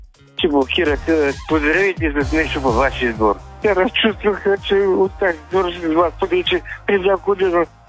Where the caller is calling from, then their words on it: Burgas, Burgas Province, Bulgaria; от Бургас съм.